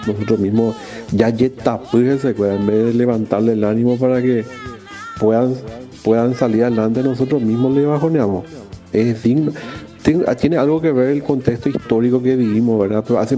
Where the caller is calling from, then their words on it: Paraguay; Como somos los paraguayos.